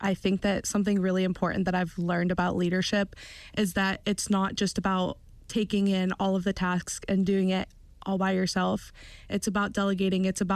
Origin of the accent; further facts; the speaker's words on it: Weirton, West Virginia, United States; now in Morgantown, United States; I'm from Weirton, West Virginia. So born and raised in West Virginia. I feel like I've more associated myself with like Pittsburgh and kind of like the Ohio Valley area